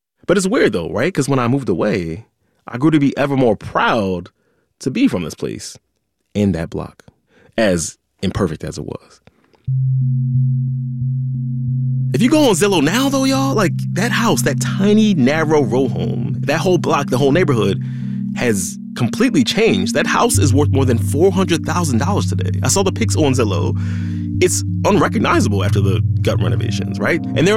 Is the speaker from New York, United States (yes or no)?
no; Philadelphia, Pennsylvania, United States; At the same time I was growing up in South Philly